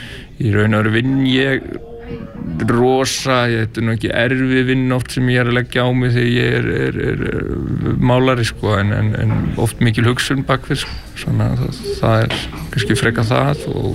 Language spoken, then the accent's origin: Icelandic; Ytri-Bakki, Northeastern Region, Iceland; Já, ég er frá Ytribakka við Hjaltbyrði, raunar í jörð sem liggur alveg að Hjaltbyrðinni.